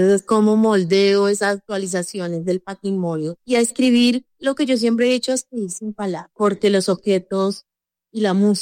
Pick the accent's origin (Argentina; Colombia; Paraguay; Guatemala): Colombia; No, es divino porque que decimos somos colombianos, pero eso significa muchísimo.